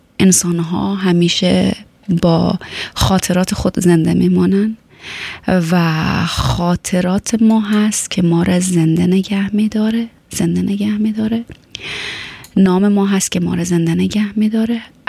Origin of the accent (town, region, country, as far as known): Afghanistan